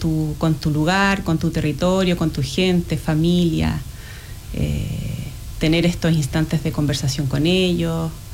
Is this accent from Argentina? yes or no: no; Chile Chico, Aysén, Chile; moved away as an adult; Chile Chico es mi ciudad natal.